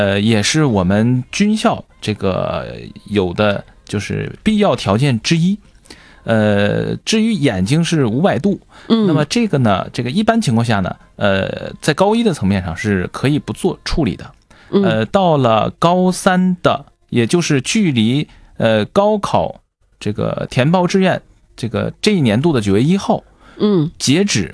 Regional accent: Changchun, Jilin, China; moved away as an adult; now in Xi'an, China; 这个我的老家也在长春。

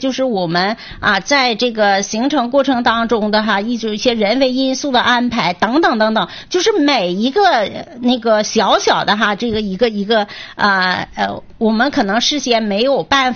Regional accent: China; 我们中国人

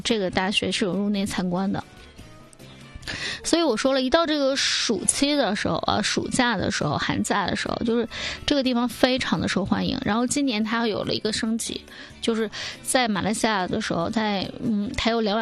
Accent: Northeast China, China; 按照我们东北人的感觉

